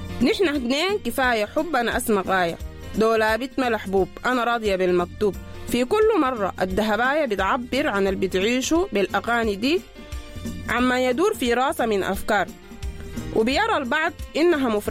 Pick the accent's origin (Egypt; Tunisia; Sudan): Sudan; النوع ده من الغنى موجود في مجتمعنا السوداني من زمان